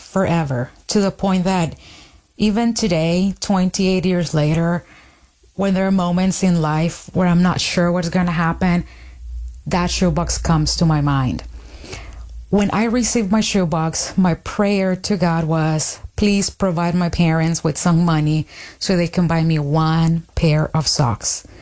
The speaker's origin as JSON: {"language": "English", "country": "Honduras", "tie": "born or raised there", "said": "Yeah, so it was very harsh. I am the oldest of four kids, and my dad worked, you know, his whole life."}